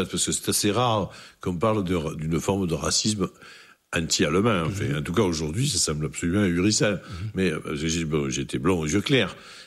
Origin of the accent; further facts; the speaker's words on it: Marseille, Provence-Alpes-Côte d'Azur, France; born there; Bon, après, je regarde le monde du même endroit. C'est-à-dire de l'endroit où je suis né, de l'Estac, en fait, de ce point de vue-là.